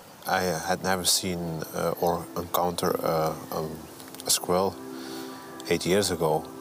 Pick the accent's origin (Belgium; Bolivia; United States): Belgium; also born or lived in Rwanda; Growing up in Belgium was very difficult. Yeah, you always had the idea that you didn't belong here because of my color skin, and it was very hard to adapt.